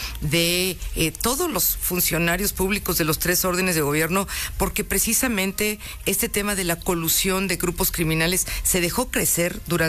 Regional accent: Teziutlán, Puebla, Mexico; Y mira que yo soy de Teciutlán, soy teciuteca

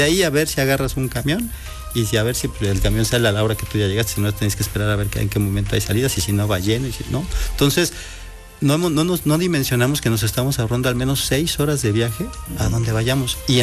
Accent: Puebla, Mexico

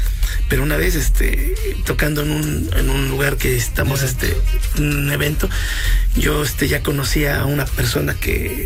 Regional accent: Puebla, Mexico; Por eso, como somos acá de Puebla

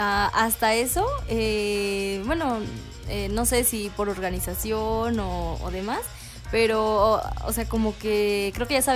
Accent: Teziutlán, Puebla, Mexico; yo, bueno, que soy aquí de Teziu

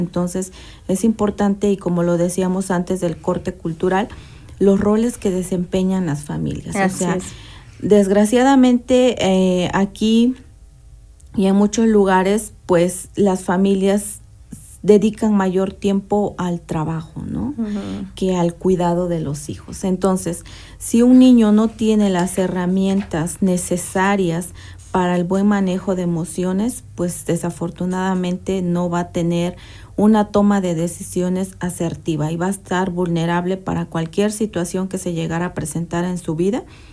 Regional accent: Mexico; como mexicanos, como tradición, como costumbre

